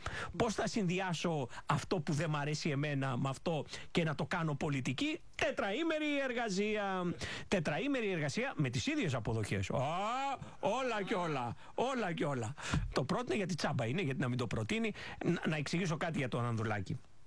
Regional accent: Greece; επειδή είμαστε Έλληνες

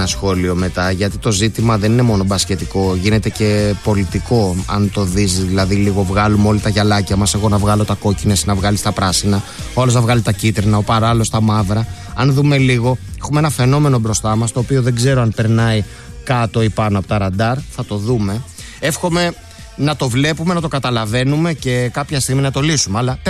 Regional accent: Greece

